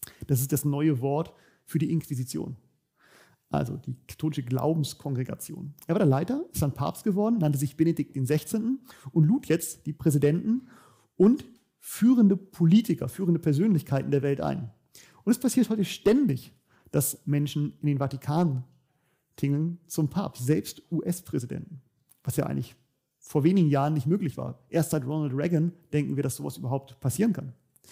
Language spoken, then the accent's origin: German; Germany